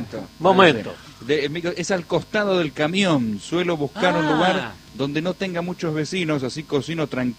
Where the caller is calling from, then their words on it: Yerba Buena, Tucumán, Argentina; de Yerbabuena, muchas gracias.